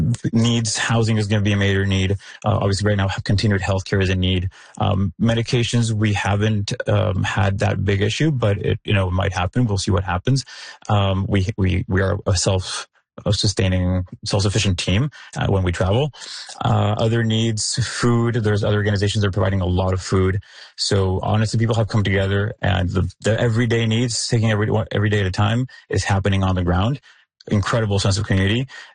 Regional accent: Mexico City, Mexico; moved away as an adult; now in Calgary, Canada; I've lived in Calgary for 7 years. I'm originally from Mexico City

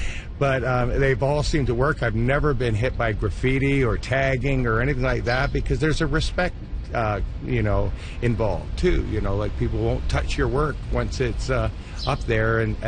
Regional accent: England, United Kingdom; born there; moved away; I was born in England on Christmas Day.

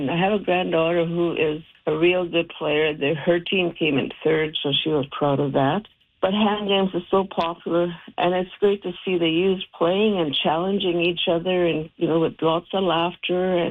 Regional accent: Fort Chipewyan, Alberta, Canada; from Fort Chipewyan, Kitetail, Northern Alberta

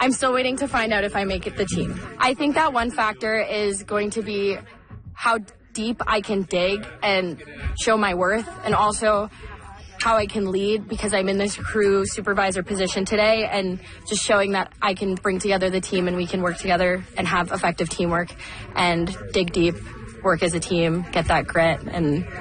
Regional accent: Revelstoke, British Columbia, Canada; Revelstoke.

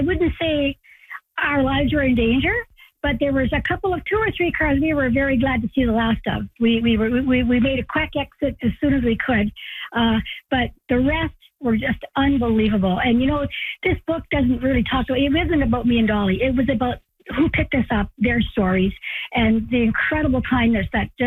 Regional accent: Nova Scotia, Canada; because we grew up in Cape Breton Island, we had a similar culture in terms of large families, people not being well off financially, and just ordinary Joes.

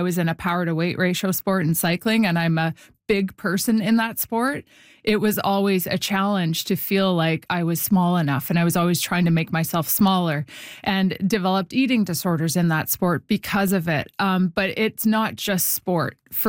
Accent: Winnipeg, Manitoba, Canada; It was community sport growing up in Winnipeg, playing ringette, playing soccer, playing all the games that my fr

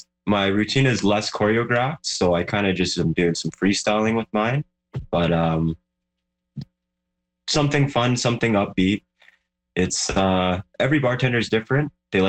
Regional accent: Calgary, Alberta, Canada; They are here in Calgary to do their shows, like the best in the world at the competitive level. So it's just a dream to compete with these guys, meet these guys, but also that they came to my hometown

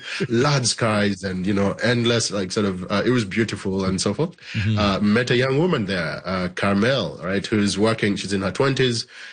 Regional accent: Uganda; now in Canada; So I was born and raised in Uganda. I'm a Ugandan Canadian now. And it's very true, that back home in Uganda, we don't have

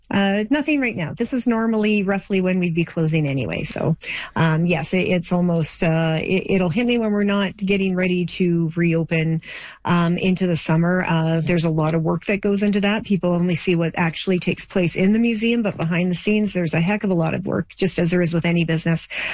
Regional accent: Torrington, Alberta, Canada; born or raised there

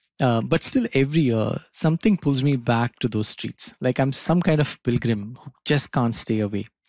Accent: Mumbai, Maharashtra, India; moved away; I grew up in Bombay and spent my formative years there.

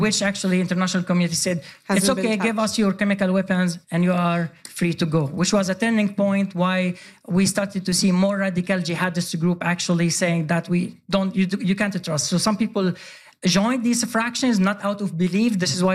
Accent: Sweden; No, very appreciated because I grew up in Sweden.

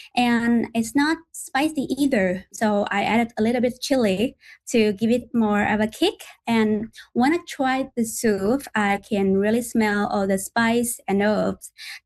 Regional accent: Vietnam; English is a second language; About this, I am not really nervous because I'm from Vietnam.

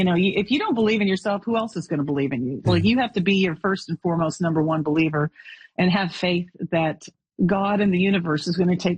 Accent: Canada; And being Canadian to me is being strong and assertive and determined, yet polite, kind, humble. I was raised to be proud of who I am and where I'm from.

